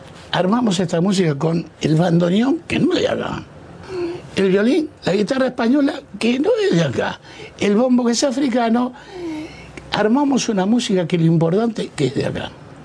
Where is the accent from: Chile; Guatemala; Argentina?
Argentina; Como argentino me resultaba fácil vivir en Europa